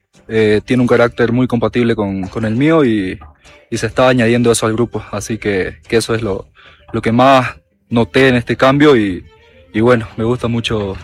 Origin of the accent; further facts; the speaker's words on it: Yacuiba, Tarija, Bolivia; soy arquero, soy de Yacuiba, tengo 19 años.